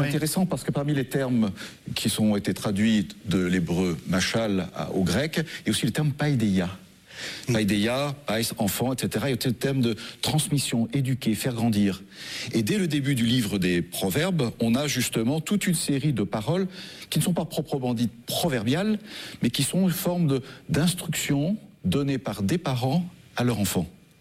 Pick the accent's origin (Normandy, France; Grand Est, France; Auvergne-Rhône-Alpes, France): Auvergne-Rhône-Alpes, France; Lyon; Je viens de Lyon, vous l'avez dit, il y a la plaisante sagesse lyonnaise